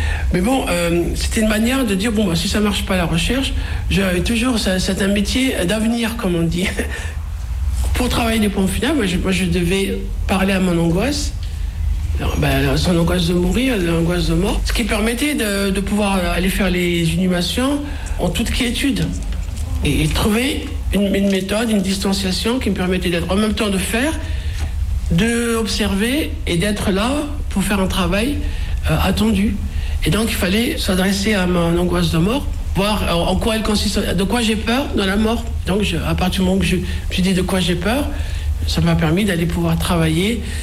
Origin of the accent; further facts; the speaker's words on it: Skikda, Skikda Province, Algeria; born there; Je suis né en Algérie, à Skikda, en 1963, ex-Philippeville.